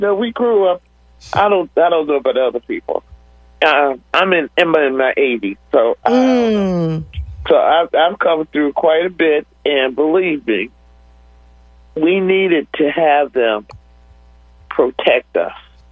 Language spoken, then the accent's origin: English; Old City, United States; from Old City.